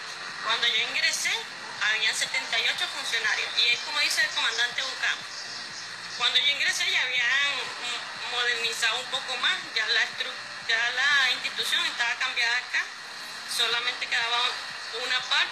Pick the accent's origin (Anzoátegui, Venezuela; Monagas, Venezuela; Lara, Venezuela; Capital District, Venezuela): Anzoátegui, Venezuela; Clarines; Yo soy de Clarines.